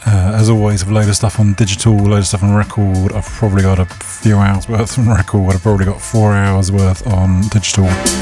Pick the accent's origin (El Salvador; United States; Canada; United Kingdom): United Kingdom; Brighton, South East England; Spent the morning trying to raise the revolution in my hometown.